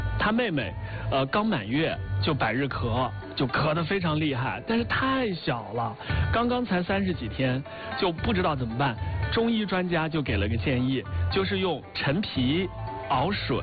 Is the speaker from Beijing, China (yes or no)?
no; Hunan, China; 我也是湖南人，小时候就是一到冬天天气一凉，你如果能闻到厨房里有这个紫苏的香味的话，哇，开心，今天肯定有鱼汤喝。